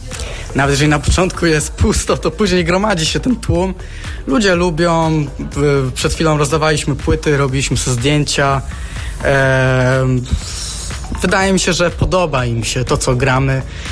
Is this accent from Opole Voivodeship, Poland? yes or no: yes; Opole, Opole Voivodeship, Poland; wydaje mi się, że ludzie lubią ten typ muzyki u nas w Opolu i nie tylko.